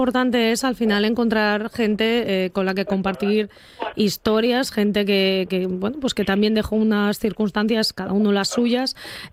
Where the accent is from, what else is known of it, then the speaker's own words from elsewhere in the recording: Asturias, Spain; creo que somos muchísimos los asturianos.